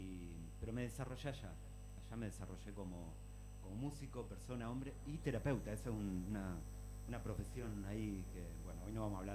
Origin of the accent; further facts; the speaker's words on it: Rosario, Santa Fe, Argentina; moved away as an adult; now in Barcelona, Spain; Nací en Rosario, crecí hasta los 23 años, dije basta, me piro de acá, y me fui a Barcelona y nunca más volví.